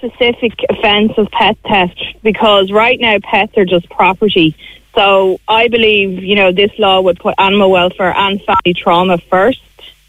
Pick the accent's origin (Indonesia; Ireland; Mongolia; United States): Ireland; Bray, Leinster; now in Enniscorthy, Ireland; I'm from Bray originally, but right. I'm based just outside Enniscorthy